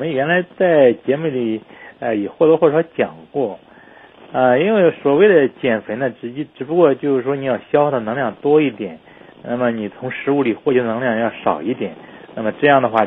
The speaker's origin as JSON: {"language": "Chinese", "country": "China", "said": "我们中国人晚上吃的最丰盛啊"}